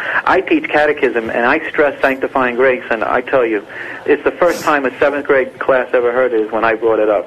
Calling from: Rockaway, New Jersey, United States

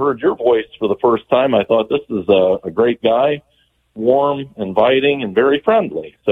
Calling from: Dayton, Ohio, United States

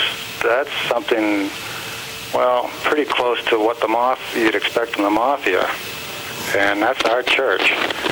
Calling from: Johnstown, Pennsylvania, United States; Johnstown, Pennsylvania.

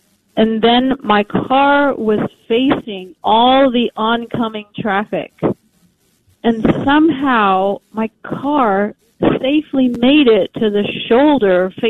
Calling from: Dallas, Texas, United States; Here in Dallas, we have a big freeway, 635

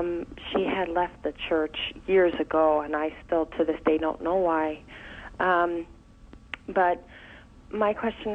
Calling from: Lincoln, Nebraska, United States; I'm from Lincoln, Nebraska.

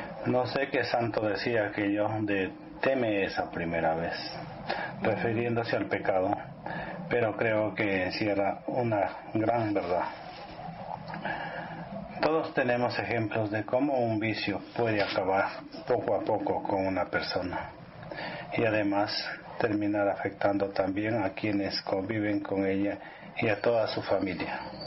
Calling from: Ecuador; de Ecuador.

